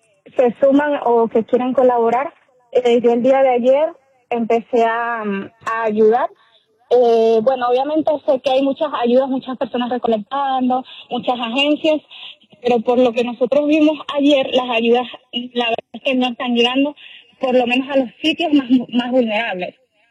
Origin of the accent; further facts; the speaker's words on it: Venezuela; porque lo hacemos por nuestra cuenta y porque nos nace hacerlo porque somos venezolanos